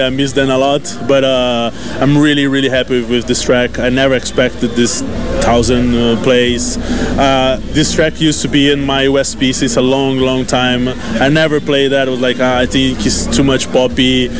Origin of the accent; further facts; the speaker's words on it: Brazil; is the beginning of another cycle, because it has a Brazilian taste, because I'm from Brazil.